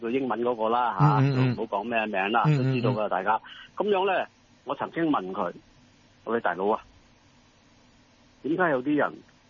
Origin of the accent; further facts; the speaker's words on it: Hong Kong; 我哋香港